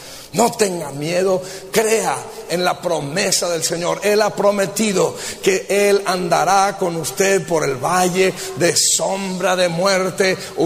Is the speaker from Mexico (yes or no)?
yes; Mexico; Todos los que somos mexicanos aquí